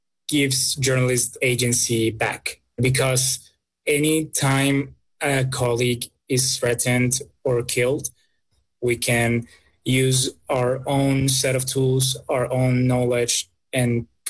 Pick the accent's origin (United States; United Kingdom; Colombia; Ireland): Colombia; I'm a journalist from Colombia.